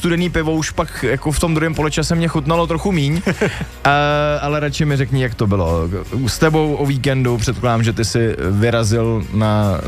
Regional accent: Pardubice, Pardubice Region, Czechia; my jsme s kamarádem jako dva rodáci z Pardubic

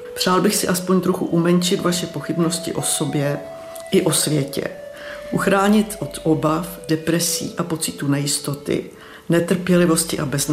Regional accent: Prague, Czechia; Já jsem vyrůstala v Praze v měšťanské rodině, kterou tvořili vzdělaní a otevření lidé

